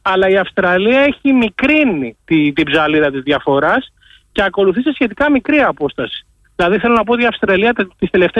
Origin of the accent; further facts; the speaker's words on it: Greece; Εύχομαι ως Έλληνας βεβαίως να πανηγυρίσουμε μία νίκη